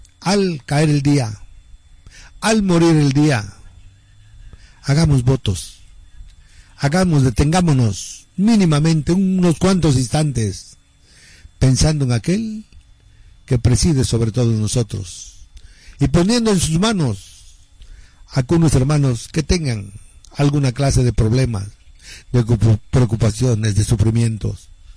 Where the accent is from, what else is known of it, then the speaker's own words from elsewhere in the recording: San Pablo Huixtepec, Oaxaca, Mexico; A mi gente de San Pablo, Huistepec, chulo mi pueblo.